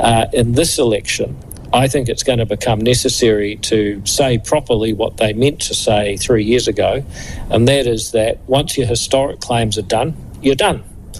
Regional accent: New Zealand; I am proud as a New Zealander

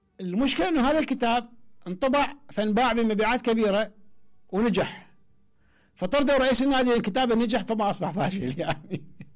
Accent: Iraq; عندنا في العراق، عندنا في وسط وجنوب العراق

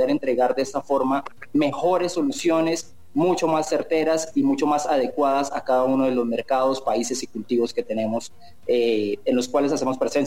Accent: Bucaramanga, Santander, Colombia; now in Mexico; En Bucaramanga, soy de Bucaramanga.

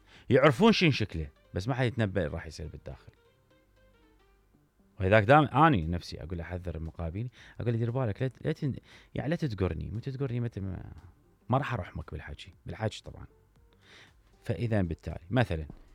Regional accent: Iraq; بالمناسبة هاي مرحلة التخيل واحنا نحب هاي المنطقة كعراقيين نحب هاي منطقة التخيل

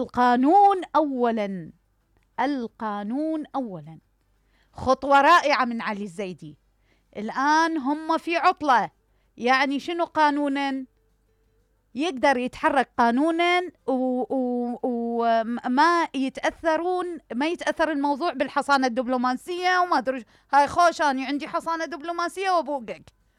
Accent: Iraq

